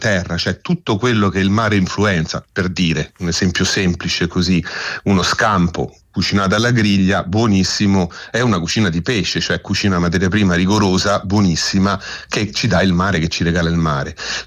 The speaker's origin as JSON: {"language": "Italian", "town": "Fiumicino", "region": "Lazio", "country": "Italy", "said": "Io sono di Fiumicino, poi sono andato via e poi sono ritornato a Fiumicino"}